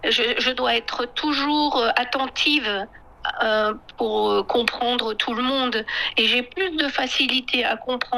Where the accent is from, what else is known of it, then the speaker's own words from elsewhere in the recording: France; now in China; Pourtant, je ne suis pas du tout américaine, je suis française, mais bon, pour eux, ça veut dire étranger, quoi.